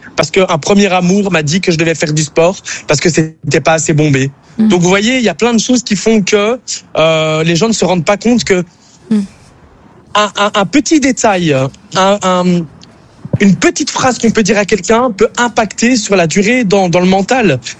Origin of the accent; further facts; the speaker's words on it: Brussels, Belgium; Ils m'ont rappelé parce que oui, je suis belge. Oui. Je viens de Bruxelles.